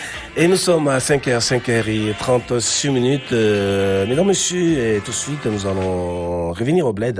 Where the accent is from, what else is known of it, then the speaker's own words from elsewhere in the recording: Chad; Et ce mon bled, ouais, c'est le Tchad, bien sûr, c'est notre pays.